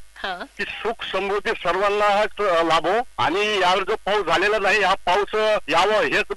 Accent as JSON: {"language": "Marathi", "area": "Amravati", "region": "Maharashtra", "country": "India", "tie": "born or raised there", "moved": "yes", "lives_now": "Nagpur, India", "said": "आपलं अमरावतीच, मी अमरावतीकडे बाबा धरापूर जवळ माझं गाव आले"}